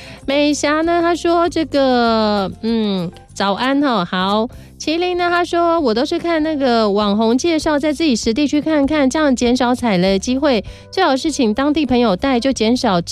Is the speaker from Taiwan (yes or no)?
no; Chaozhou, Guangdong, China; 潮州不错，我小时候是在潮州长大的，可以去逛逛哦，吃那个烧冷冰哦。